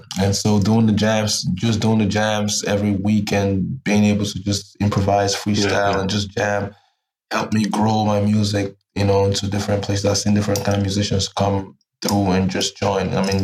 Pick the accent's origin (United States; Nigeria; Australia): Nigeria; Abuja, Federal Capital Territory; also born or lived in Lagos; now in Germany; I was born in Lagos, and eventually moved to Abuja with my family, my sister, and she worked at the Ministry of Foreign Affairs, and eventually she was posted to work in the Nigerian Embassy in Germany.